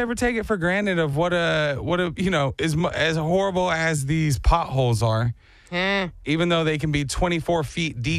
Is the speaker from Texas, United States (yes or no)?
yes; Grand Prairie, Texas, United States; I'm some kid from Grand Prairie, Texas, who's absolutely living his dream every single morning.